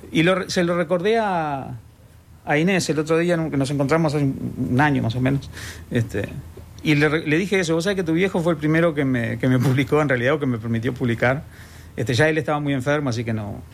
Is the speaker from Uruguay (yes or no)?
yes; Treinta y Tres, Uruguay; born there; now in Montevideo, Uruguay; Yo allá estaba, geográficamente, te comentaba, en una situación un poco extraña, porque la casa de mi viejo, de mis padres, estaba en el límite exacto donde empezaba unos ramales de la Cuchilla de Dionisio